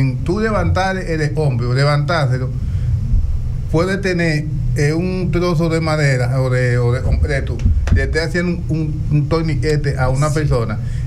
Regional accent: Dominican Republic; Nosotros como dominicanos tenemos un chin de preparación.

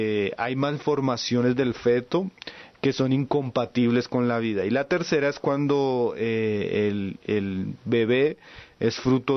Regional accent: Colombia

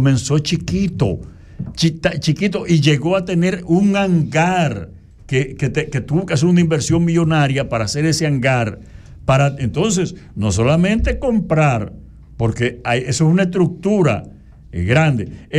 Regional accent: Dominican Republic; somos los dominicanos

